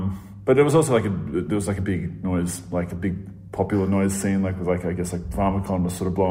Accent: Melbourne, Victoria, Australia; I think I was very stuck in guitar music because I'm from Melbourne, Australia.

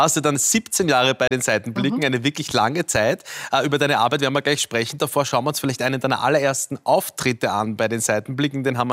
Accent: Vienna, Austria; also finde ich als Wiener.

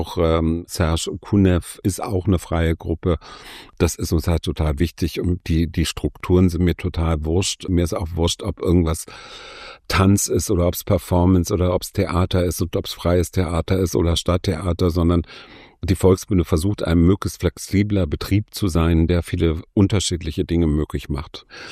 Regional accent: Berlin, Germany; Also ich bin Westberliner, bin an der Sonnenallee aufgewachsen

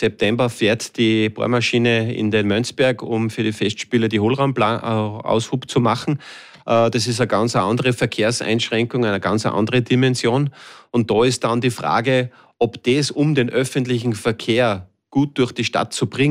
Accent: Salzburg, Austria; dass ich bei ihm eben im Bongau nicht opfern habe dürfen als Salzburger mit einem S-Kennzeichen.

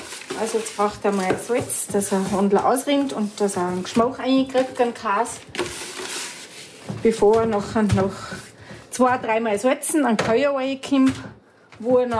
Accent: Salzburg, Austria; Das ist ein Sauermilchkäse. Bei uns im Pinzgau heißt der Speckkäse.

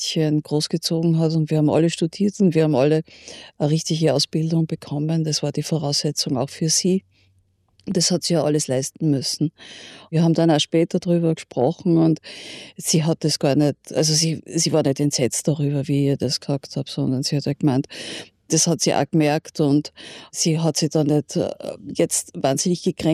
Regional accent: Linz, Upper Austria, Austria; Also ich bin in Linz geboren, in Linz aufgewachsen, in Linz zur Schule gegangen

